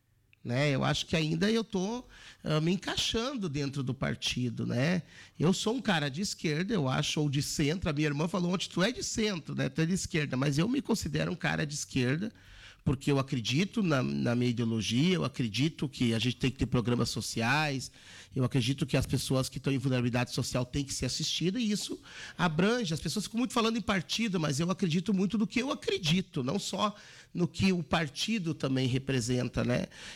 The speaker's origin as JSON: {"language": "Portuguese", "town": "Soledade", "region": "Rio Grande do Sul", "country": "Brazil", "said": "Onde eu vou, eu digo, sou de Soledad, é a capital das pedras preciosas."}